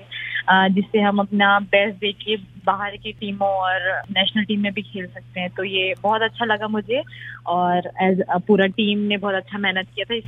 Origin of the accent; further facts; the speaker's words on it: Balod, Chhattisgarh, India; मैं बालोद से हूँ और बालोद में अभी लड़कियां नहीं है फुटबॉल खेलने के लिए